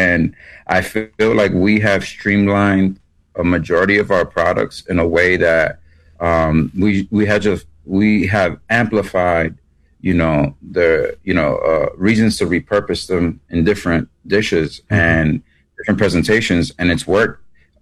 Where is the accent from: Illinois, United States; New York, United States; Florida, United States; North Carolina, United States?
New York, United States; Well, I feel like I'm from New York.